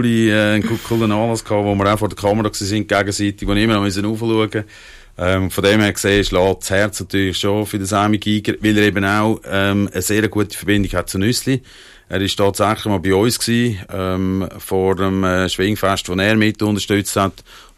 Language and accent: German; Central Switzerland, Switzerland; Ja, ich komme natürlich eigentlich aus der Innerschweiz und das passt mir wirklich besser als Formel 1.